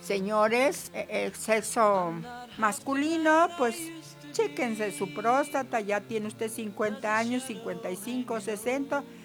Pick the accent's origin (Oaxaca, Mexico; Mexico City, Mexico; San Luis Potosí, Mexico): Oaxaca, Mexico; Recuerden que yo vengo de la ciudad de Oaxaca y estoy para atenderles y para servirles el día de hoy